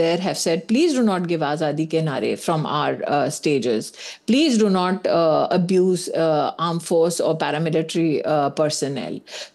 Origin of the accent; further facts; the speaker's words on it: India; I think that if you ask me as an Indian citizen, my opinion on how citizens congregated in Pune, how citizens who are young are congregating in Jharkhand.